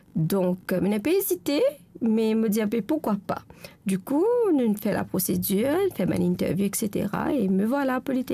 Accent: Mauritius; moved away as an adult; now in Rodrigues, Mauritius; Moi, origine de Rodrigue, mais j'ai grandi à Maurice. Ensuite, après quelques années, je retourne à Rodrigue quand je termine mes études.

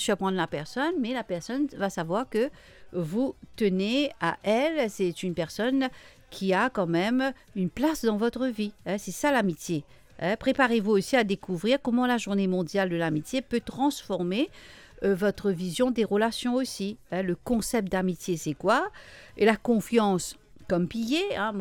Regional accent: Mauritius; j'ai un ami quelque part dans ce monde-là, mais qui est chez moi à Maurice.

